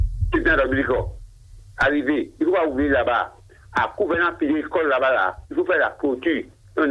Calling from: Ouidah, Atlantique, Benin; Je vous appelle de Wida, Kati Sobadi.

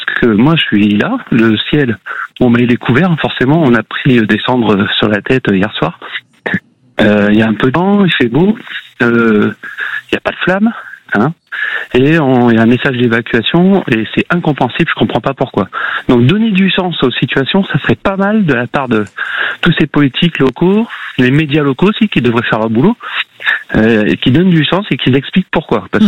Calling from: Mérignac, Nouvelle-Aquitaine, France; Alors moi, je suis à la frontière entre la ville de Mérignac et de Pessac.

